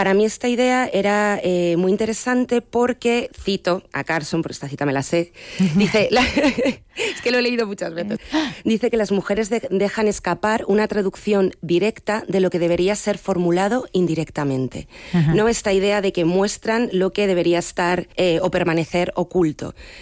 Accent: Madrid, Community of Madrid, Spain; Yo soy de Madrid, sí.

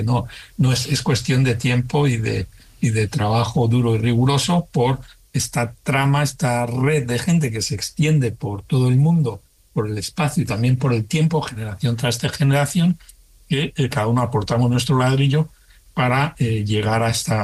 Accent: Spain; moved away; lo que llevo haciendo toda mi vida en ciencia desde que salí de España, es precisamente esto, fabricar nuevos métodos para estudiar el cerebro.

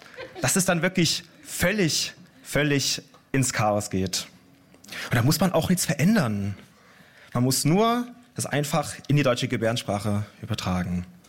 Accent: Berlin, Germany; accent: Berlin; Und ich selbst habe auch den Berliner Dialekt, bin waschechter Berliner und kann eben auch auf Berlinerisch gebärden.

